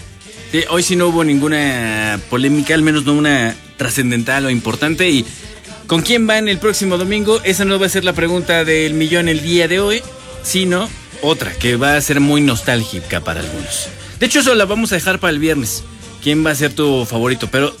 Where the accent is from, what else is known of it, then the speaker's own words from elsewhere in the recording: Lanús, Buenos Aires Province, Argentina; Dani Fuentes es de Villaneda y yo soy de Lanús.